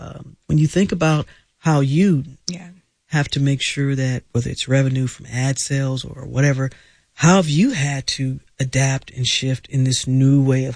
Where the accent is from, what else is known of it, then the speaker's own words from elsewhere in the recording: St. Louis, Missouri, United States; I grew up in St. Louis where we used to get the St. Louis Argus.